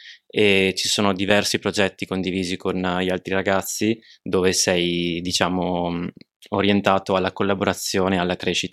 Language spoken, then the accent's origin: Italian; Piacenza, Emilia-Romagna, Italy; Da non cremonese. Io vengo da Piacenza e, avendo studiato 5 anni alla Cattolica Piacenza